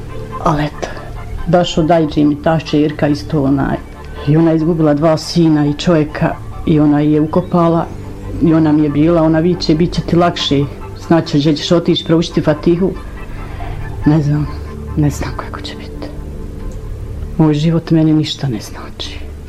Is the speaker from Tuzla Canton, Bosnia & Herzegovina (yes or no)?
no; Srebrenica, Republika Srpska, Bosnia & Herzegovina; Jer ja sam inače rodom od Srebrenice i najviše odem i u to mjesto gdje sam se rodila